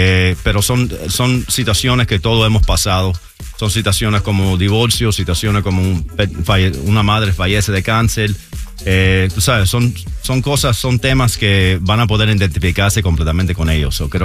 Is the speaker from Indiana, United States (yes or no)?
no; Tampa, Florida, United States; moved away as an adult; also born or lived in Cuba; Me crié acá en Tampa, me fui por como 27 años, regresé hace 13 años a cuidar al viejo que lo tenía un poquito chivadito y me quedé.